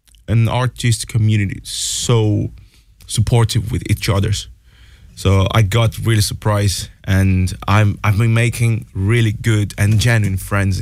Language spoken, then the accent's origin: English; Brazil; now in Ireland; I'm from Brazil as a Brazilian man.